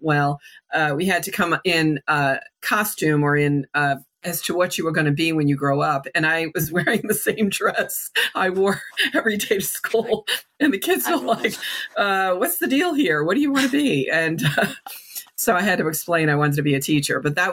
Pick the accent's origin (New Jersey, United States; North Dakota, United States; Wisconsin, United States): New Jersey, United States; Secaucus; So I was born in New Jersey. I grew up in Secaucus, New Jersey, which is, if you know anything about New Jersey, it's right outside of New York City.